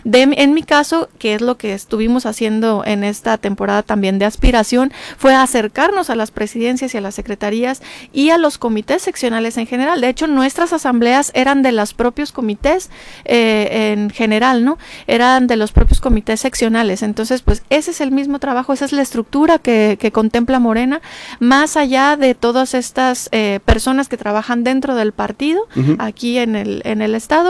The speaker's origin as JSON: {"language": "Spanish", "country": "Mexico"}